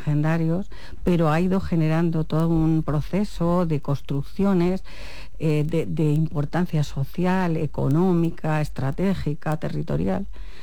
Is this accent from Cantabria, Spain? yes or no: no; Cojeces del Monte, Castile and León, Spain; nosotros, los habitantes de Cojeces y gente de la comarca